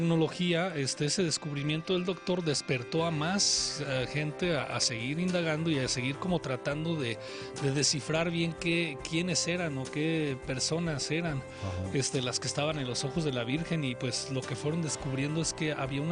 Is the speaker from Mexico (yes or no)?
yes; Mexico; Si nos vamos al origen étnico de México ya ahora, pues nosotros somos una mezcla de africanos que estuvieron aquí como esclavos